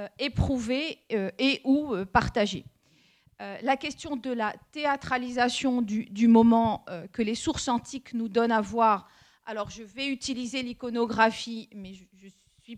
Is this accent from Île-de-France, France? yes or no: no; Trébeurden, Brittany, France; moved away as an adult; also born or lived in Rennes; je viens d'un petit village de Bretagne, des Côtes d'Armor qui s'appelle Trébeurden. Et l'horizon pour moi, c'était alors plutôt agréable. Hein, c'était la plage de Trébeurden. Et j'ai fait mes études à Rennes 2 et j'ai passé mon bac en breton.